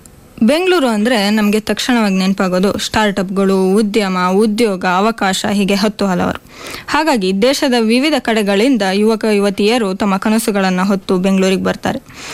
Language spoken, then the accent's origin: Kannada; Shivamogga, Karnataka, India; moved away as an adult; now in Bengaluru, India; ನಾನು ಶಿವಮೊಗ್ಗದಿಂದ ಬಂದಿದ್ದೀನಿ.